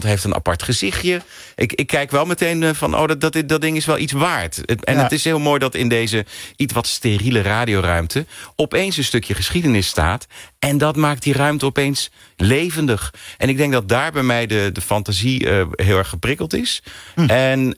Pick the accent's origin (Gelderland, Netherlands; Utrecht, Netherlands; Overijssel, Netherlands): Gelderland, Netherlands; Arnhem; En wij woonden op een gegeven moment, ik kom uit Arnhem, woonden we naast het veilinghuis aan de ene kant.